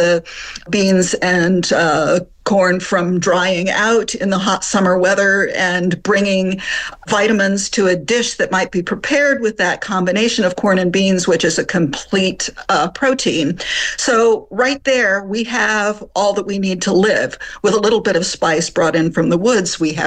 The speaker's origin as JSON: {"language": "English", "region": "Appalachia", "country": "United States", "tie": "born or raised there", "also_born_or_lived": "France"}